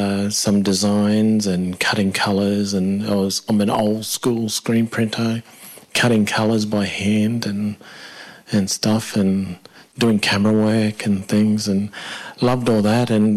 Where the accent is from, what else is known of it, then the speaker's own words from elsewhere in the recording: Queensland, Australia; born there; I am a rainforest bummer. So I was born in North Queensland. I think of myself as a rainforest person.